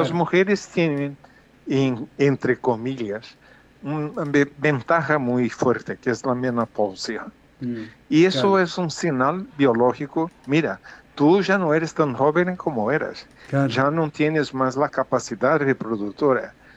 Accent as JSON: {"language": "Spanish", "country": "Brazil", "tie": "born or raised there", "said": "Cuando yo era niño había una proporción en mi país, en Brasil, de 4 o 5% de personas con más de 60 años."}